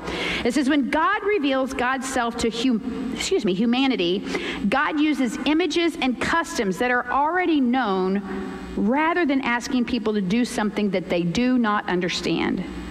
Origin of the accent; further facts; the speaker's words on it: Missouri, United States; we're from Missouri